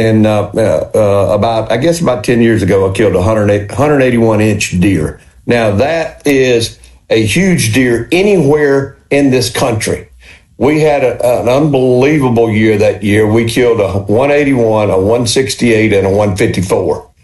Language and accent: English; Mississippi, United States; I grew up in Walthall County on a farm